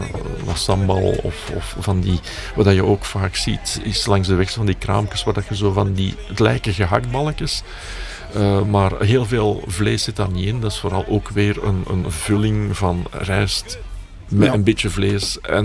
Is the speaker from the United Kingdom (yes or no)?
no; Flanders, Belgium; Maar als Vlaming is dat moeilijker te horen.